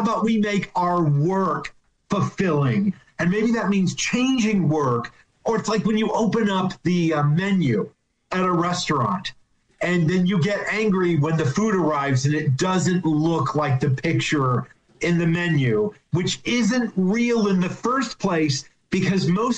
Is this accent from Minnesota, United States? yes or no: yes; Morris, Minnesota, United States; also born or lived in Herman, Minnesota; I was born in Morris, Minnesota. So, West Central, closer to the Dakotas.